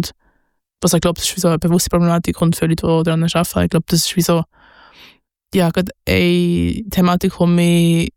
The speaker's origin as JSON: {"language": "German", "region": "Bern", "country": "Switzerland", "tie": "born or raised there", "said": "am Anfang bin ich in Bern aufgewachsen, also eigentlich deutschsprachige Stadt."}